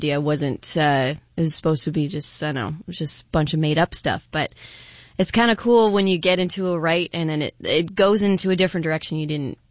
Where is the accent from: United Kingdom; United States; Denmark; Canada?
Canada; Windsor, Ontario; A lot of times, like they'll be like, where are you from in Canada? I said, right next to Detroit.